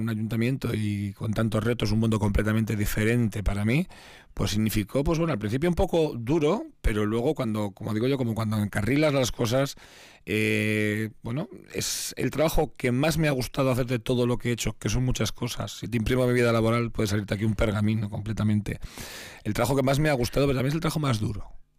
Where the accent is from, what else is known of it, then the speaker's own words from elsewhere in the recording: Basque Country, Spain; porque ya sabemos que pues, somos vascos hasta para eso, ¿no?